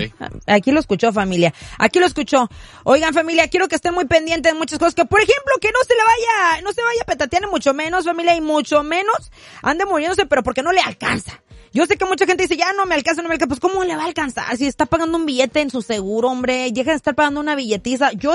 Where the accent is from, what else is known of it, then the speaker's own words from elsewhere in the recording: Rosarito, Baja California, Mexico; now in United States; Si allá de donde yo soy, allá en Rosarito